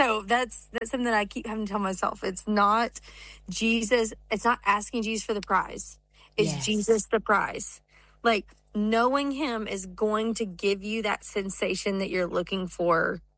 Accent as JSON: {"language": "English", "region": "Alabama", "country": "United States", "said": "I'm from Alabama."}